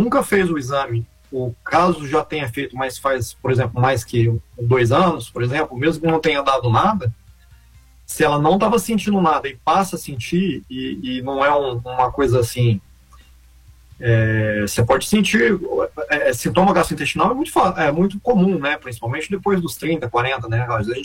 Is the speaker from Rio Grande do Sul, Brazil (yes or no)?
no; Minas Gerais, Brazil; born there; now in São Paulo, Brazil; Saudade de Minas. Eu tô em São Paulo, mas nasci em Minas.